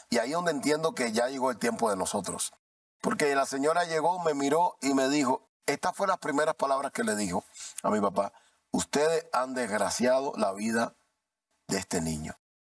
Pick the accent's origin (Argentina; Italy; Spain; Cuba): Cuba; moved away; el país de donde yo soy, que es Cuba